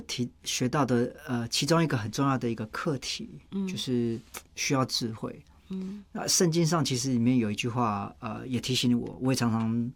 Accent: Taiwan; 作为一个台湾人

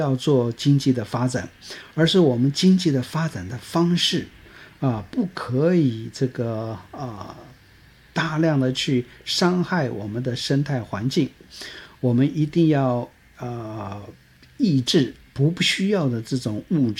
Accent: Taiwan; 如果所有地球上面的人都跟我们台湾人一样这样子的去生活的话

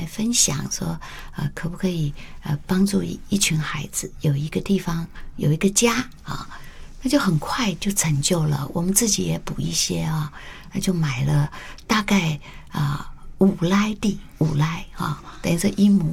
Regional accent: Taiwan

